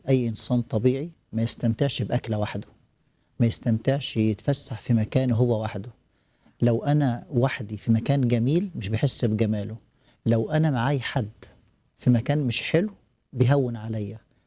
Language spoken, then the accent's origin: Arabic; Upper Egypt, Egypt; دايما يقولوا عندنا في الصعيد الناس بالناس.